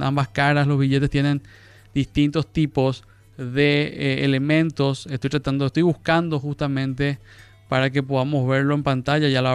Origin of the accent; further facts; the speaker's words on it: Paraguay; todo aquello que nos identifica como paraguayo